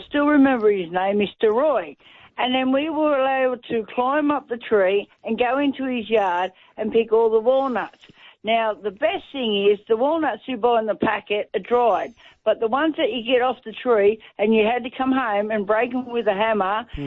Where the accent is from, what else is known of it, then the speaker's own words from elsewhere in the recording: Emu Plains, New South Wales, Australia; now in Lawson, Australia; I grew up in Emu Plains